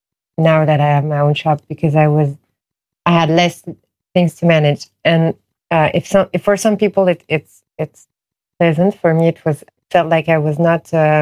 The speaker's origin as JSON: {"language": "English", "town": "Paris", "region": "Île-de-France", "country": "France", "tie": "born or raised there", "said": "Because for me, and I was born and raised in Paris, so I think for a lot of other Parisians too, you don't go to Opéra unless, fine, it's more for tourists."}